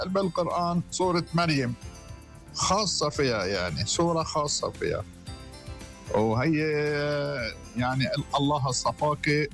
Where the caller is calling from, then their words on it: Lebanon; نحن كلبنانية إسلام ومسيحية.